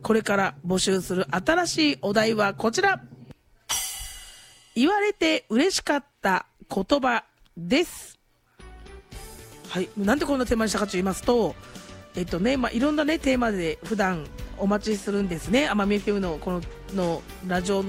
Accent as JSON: {"language": "Japanese", "region": "Kagoshima", "country": "Japan", "tie": "born or raised there", "said": "自分も集落生まれで"}